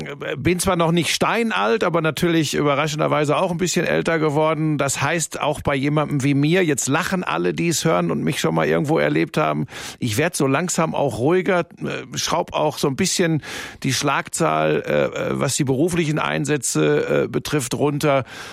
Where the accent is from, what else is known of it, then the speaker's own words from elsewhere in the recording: Bottrop, North Rhine-Westphalia, Germany; born there; moved away as an adult; now in Munich, Germany; Ja, ich bin geboren in Bottrop.